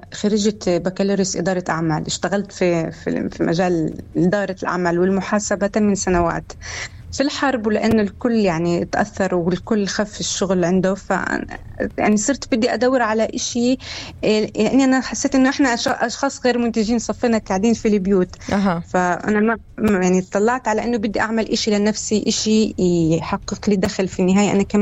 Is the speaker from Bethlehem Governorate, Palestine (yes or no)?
yes; Bethlehem, Bethlehem Governorate, Palestine; من بيت لحم، صاحبة مشروع كراكيب.